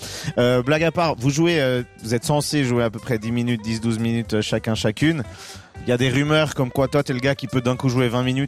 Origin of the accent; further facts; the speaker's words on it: Geneva, Switzerland; Mais alors moi je suis Genevois et effectivement je connaissais ce truc là